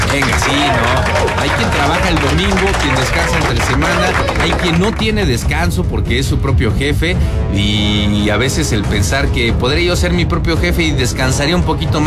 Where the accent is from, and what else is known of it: Mexico